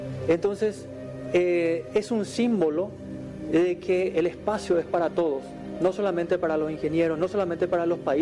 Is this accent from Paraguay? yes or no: yes; Paraguay